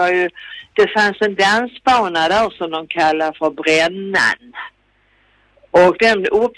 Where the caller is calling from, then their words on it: Skåne, Sweden; accent: Scanian; som vi säger på skånska